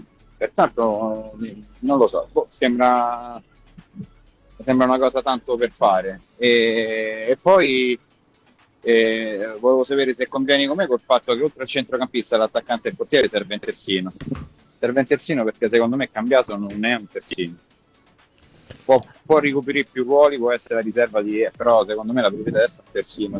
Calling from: Civitavecchia, Lazio, Italy; da Civecchia.

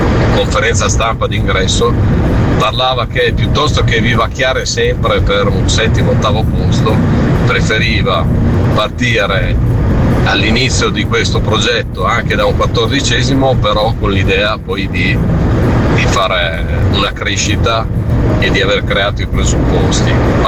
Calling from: Parma, Emilia-Romagna, Italy; da Parma.

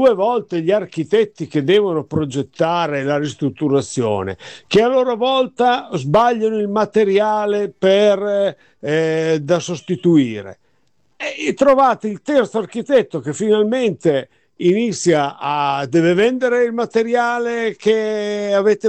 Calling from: Imola, Emilia-Romagna, Italy

